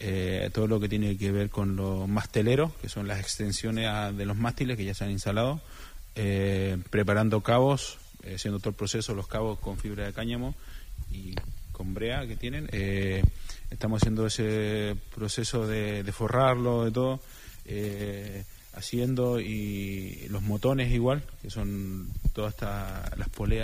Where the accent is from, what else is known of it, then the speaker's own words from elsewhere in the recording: Calbuco, Los Lagos, Chile; now in Spain; Sí, sí, yo soy de Chile, de la décima región, región de los Lagos, en Calbuco, de ahí soy.